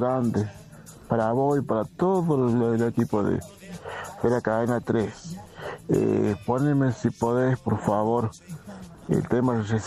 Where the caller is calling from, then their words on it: Despeñaderos, Córdoba, Argentina; de Despeñadero, soy no vidente